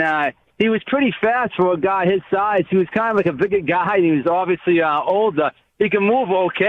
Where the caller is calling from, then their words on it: Brockton, Massachusetts, United States; I'm from Brockton. I don't know if you know that, Ben. I'm from over there. I'm from that area.